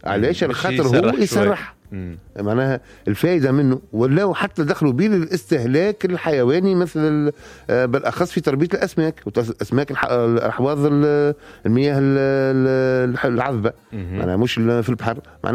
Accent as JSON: {"language": "Arabic", "country": "Tunisia", "said": "احنا اليوم دخلنا جدد لكن يلزمنا نخدموا على السافوار فير نتاعنا احنا تونسي"}